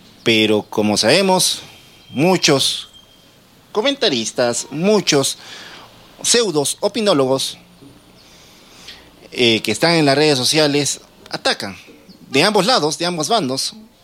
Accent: Arequipa, Peru; si bien nosotros somos de la Ciudad Blanca o radicamos acá en la Ciudad Blanca

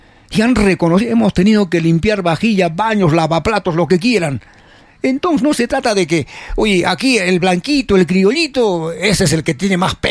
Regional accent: Peru

